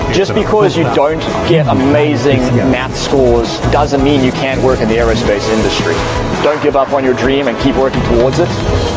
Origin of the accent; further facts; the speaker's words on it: South Africa; now in United States; I was born and raised in South Africa, so I moved to America to attend a well-known technical college that specializes in motorcycles.